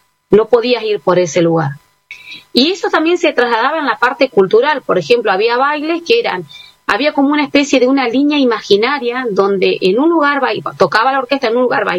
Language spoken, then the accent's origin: Spanish; Valcheta, Río Negro, Argentina; toda mi familia está en Balchitas es mi tierra, mi lugar, porque mi familia es de la meseta Somuncurá.